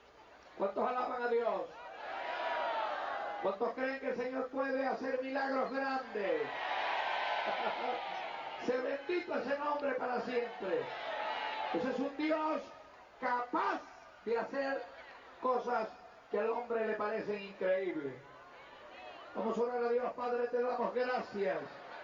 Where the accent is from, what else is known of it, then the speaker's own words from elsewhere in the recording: Altagracia de Orituco, Guárico, Venezuela; A la edad de 14 años, en mi pueblo natal, la ciudad de Altagracia de Olituco, en el estado Guárico